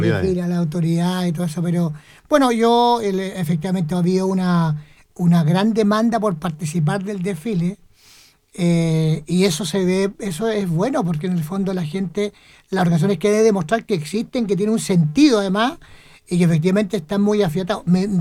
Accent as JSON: {"language": "Spanish", "country": "Chile", "said": "Bueno, somos chilenos"}